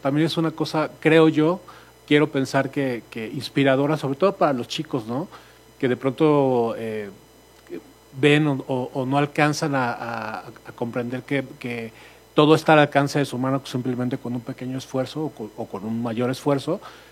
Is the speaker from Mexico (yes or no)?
yes; Mexico; En el caso, somos un equipo de trabajo que vale la pena mencionarlo también. Somos mexicanos.